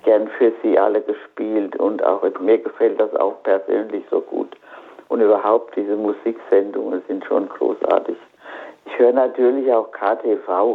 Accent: Bad Orb, Hesse, Germany; nach Bad Orb, oberhalb von Bad Orb noch, wo ich her bin, und da wohnt noch mein Bruder

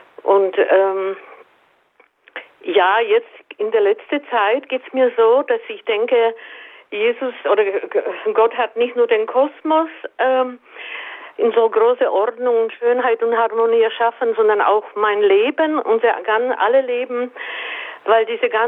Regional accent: Czechia; Und zwar, ich komme aus Tschechien und habe mit 15 den Glauben verloren

